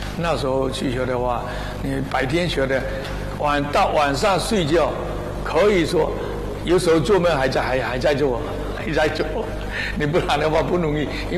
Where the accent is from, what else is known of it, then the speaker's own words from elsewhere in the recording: China; 到了86年以后，我们后来自己回来到我们建平来